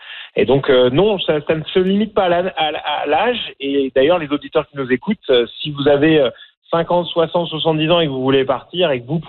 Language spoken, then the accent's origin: French; France; accent: French of France; moved away as an adult; now in Canada; j'ai pas l'accent franco-canadien typique. J'ai un accent français de France. Pourtant, ça va faire 20 ans, plus de 20 ans que je vis au Canada